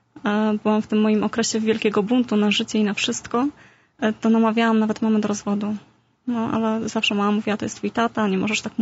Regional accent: Warsaw, Masovian Voivodeship, Poland; born there; Nie, to ja mieszkałam, wychowywałam się w takiej dzielnicy, właściwie takiej warszawskiej Pradze, trochę można powiedzieć.

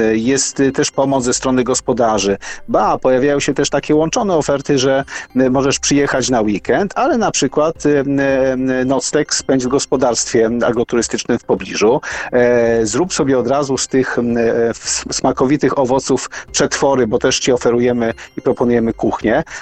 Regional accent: Lesser Poland, Poland; ja jestem z Małopolski

